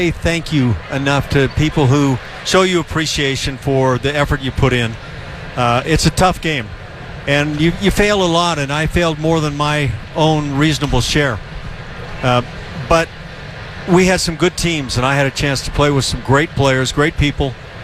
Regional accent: Los Angeles, California, United States; I grew up as a big Dodger fan in L.A.

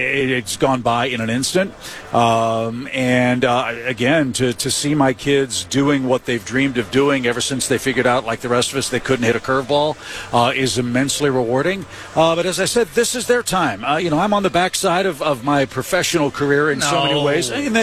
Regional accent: St. Louis, Missouri, United States; And raised there. Yeah. All of us were.

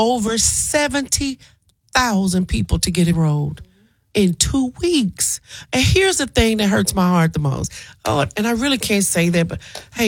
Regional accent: Brinkley, Arkansas, United States; I'm from Brinkley, Arkansas.

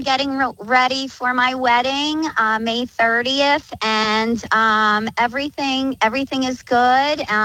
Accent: Downingtown, Pennsylvania, United States; I'm from Downingtown, Pennsylvania

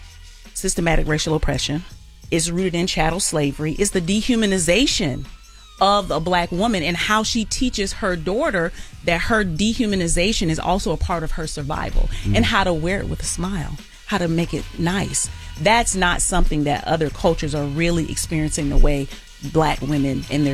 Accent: Bible Belt, United States; born or raised there

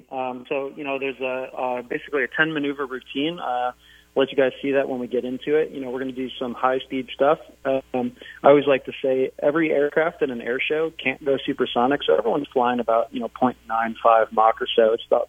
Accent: Victor, United States; I first heard about it growing up in Victor.

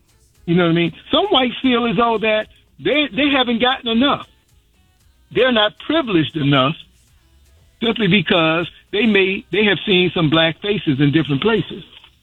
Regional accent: Chicago, Illinois, United States; I grew up in Chicago.

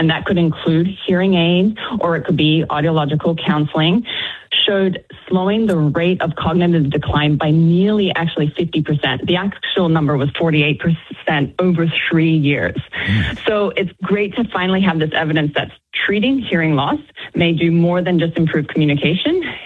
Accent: Australia; I'm originally actually from Australia.

